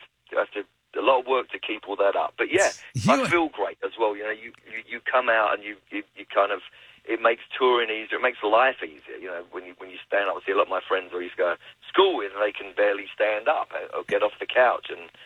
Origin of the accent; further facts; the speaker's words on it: London, United Kingdom; Yeah, I think, you know, I grew up in, I'm from London, so I grew up listening